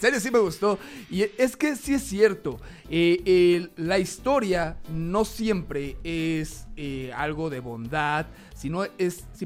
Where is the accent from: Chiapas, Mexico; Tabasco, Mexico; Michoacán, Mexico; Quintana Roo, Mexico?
Michoacán, Mexico; Zamora; Soy michoacano, señores, nacido y creado en Zamora.